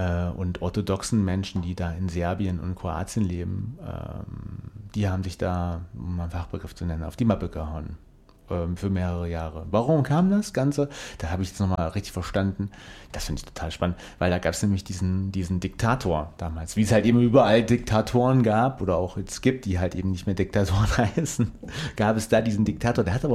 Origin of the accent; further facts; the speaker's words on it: Germany; als Deutscher bist du da wirklich, die tragen dich auf Händen da, weil du bist Deutscher.